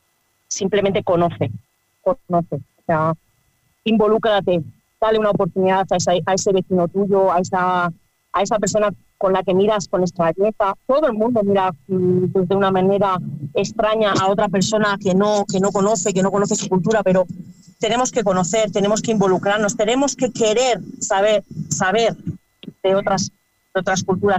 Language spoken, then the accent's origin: Spanish; Bilbao, Basque Country, Spain; moved away; Yo vengo de Bilbao, de una interculturalidad total